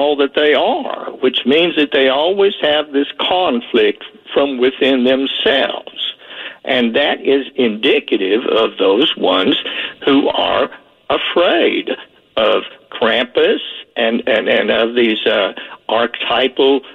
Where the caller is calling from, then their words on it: Virginia, United States; the blind man from Virginia.